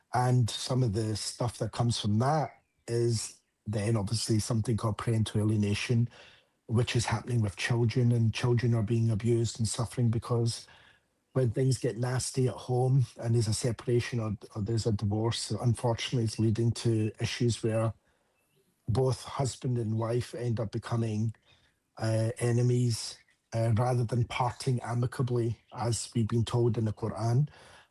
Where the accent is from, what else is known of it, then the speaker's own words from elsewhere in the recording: Scotland, United Kingdom; accent: Scottish; moved away as an adult; now in United States; because obviously I'm born and raised in the UK, as you can tell, I've got a Scottish accent, I'm actually from Scotland. But then now, almost being in the US for 10 years